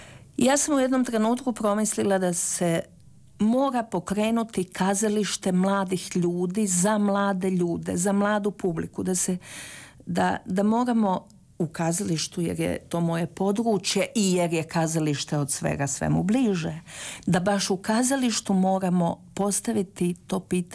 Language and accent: Croatian; Croatia